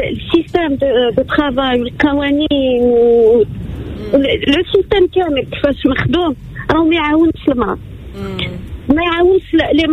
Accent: Algeria; now in Tunisia; اي انا جزائريه وعايشه في تونس.

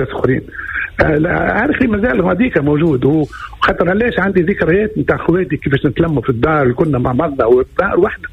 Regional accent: Tunisia; وبعد هنا الدار اللي هبتنا فيها في تونس وسكننا فيها

